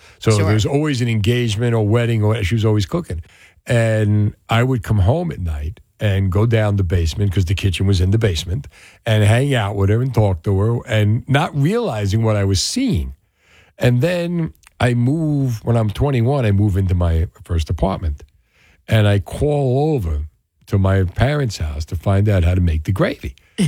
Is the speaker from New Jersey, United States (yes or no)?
yes; New Jersey, United States; Oh, I am from North Jersey